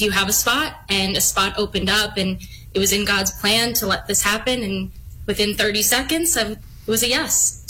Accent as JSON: {"language": "English", "town": "Long Island", "region": "New York", "country": "United States", "tie": "born or raised there", "said": "And being a native New Yorker, I grew up on Long Island."}